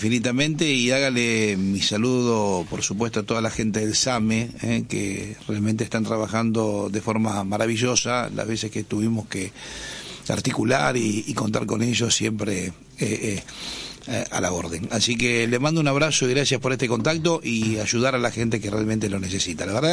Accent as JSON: {"language": "Spanish", "country": "Argentina", "said": "estamos en Argentina, somos argentinos."}